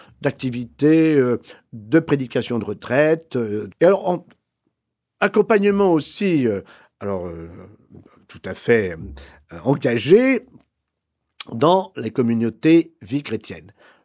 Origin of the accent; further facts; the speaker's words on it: France; Donc, je suis français, n'est-ce pas?